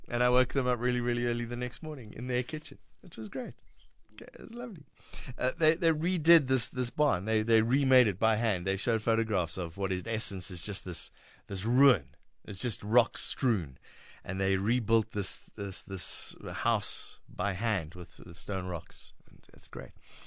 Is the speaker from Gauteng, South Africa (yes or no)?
no; Cape Town, Western Cape, South Africa; from Cape Town.